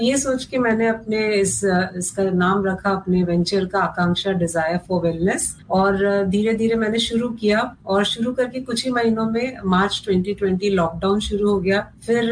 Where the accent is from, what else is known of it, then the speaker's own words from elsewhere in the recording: Mumbai, Maharashtra, India; मैं मुंबई की रहने वाली हूँ